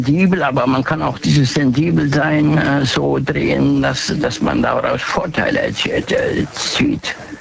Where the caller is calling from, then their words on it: Idar-Oberstein, Rhineland-Palatinate, Germany; Danke, aus Idar-Oberstein, der Edelsteinstadt.